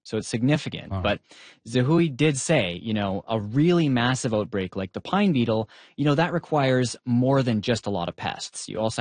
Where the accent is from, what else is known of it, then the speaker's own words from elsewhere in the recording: Prince George, British Columbia, Canada; as a kid growing up in my hometown of Prince George, I just remember all the trees dying.